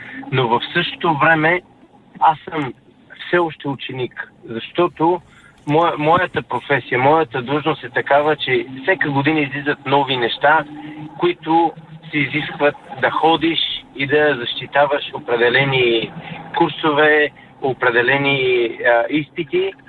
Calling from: London, United Kingdom; съм от Лондон

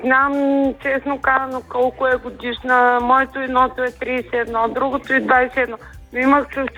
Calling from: Silistra, Silistra Province, Bulgaria; от Силистра се обаждам

